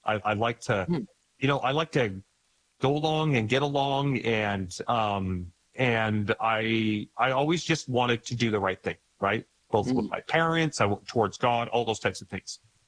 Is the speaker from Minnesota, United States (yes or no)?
no; Idaho, United States; born or raised there